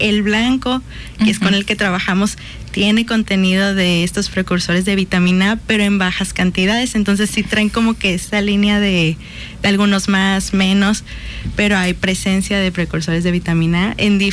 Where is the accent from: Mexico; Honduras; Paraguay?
Mexico; y hablando de nosotros como mexicanos, porque es parte de nuestra identidad.